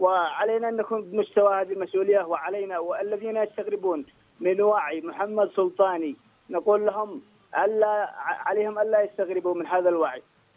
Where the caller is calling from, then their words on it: Ibb, Yemen; أنا من أبناء محافظة إبن.